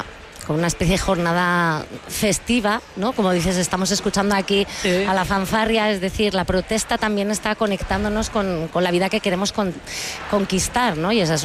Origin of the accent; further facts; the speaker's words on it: Santander, Cantabria, Spain; now in Madrid, Spain; es el barrio al que yo llegué desde Santander, que yo soy de Santander, y yo llegué a Lavapiés, no llegaba a Madrid, ¿no?